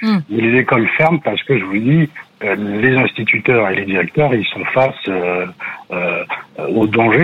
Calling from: Montreuil, Île-de-France, France; je vous appelle de Montreuil.

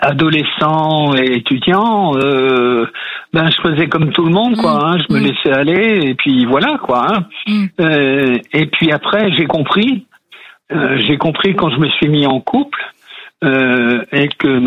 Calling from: Hauts-de-France, France

